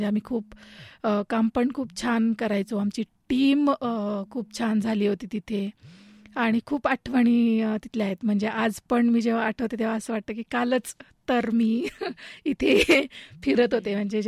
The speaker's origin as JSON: {"language": "Marathi", "town": "Shripur", "region": "Maharashtra", "country": "India", "tie": "born or raised there", "also_born_or_lived": "Baramati / Pune", "moved": "as an adult", "said": "मी मूळची सोलापूरची आहे आणि पंढरपूर जवळ श्रीपूर नावाचं माझं गाव आहे, मी तिथली आहे। माझं बालपण सगळं तिथेच गेलं, 12वीपर्यंत शिक्षण माझं माझ्या गावामध्येच झालं आणि नंतर मी BCS साठी घराबाहेर पडले बारामतीमध्ये।"}